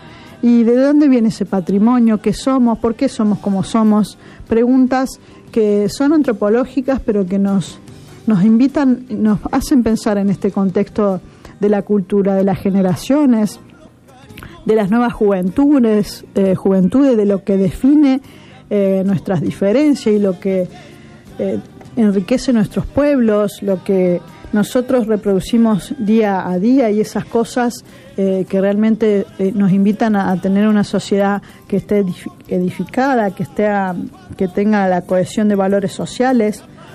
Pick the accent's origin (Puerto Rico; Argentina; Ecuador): Argentina; pensamos en lo que es nuestro como argentino, en nuestras tierras